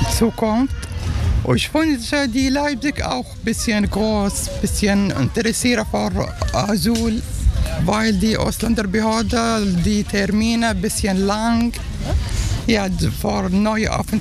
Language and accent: German; Syria; Ich komme aus Syrien.